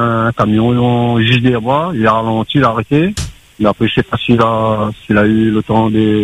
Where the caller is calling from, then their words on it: Saint-Louis, Réunion; juste maintenant là, j'habite à Saint-Louis